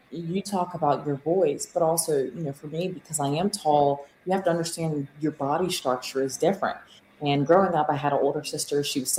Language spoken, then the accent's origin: English; South Carolina, United States; My older sister had gone to Clemson. I grew up in South Carolina. Like that was my dream school.